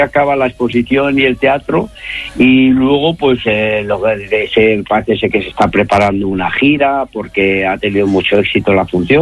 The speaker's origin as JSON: {"language": "Spanish", "town": "Bilbao", "region": "Basque Country", "country": "Spain", "moved": "yes", "said": "es mi tierra, es mi gente"}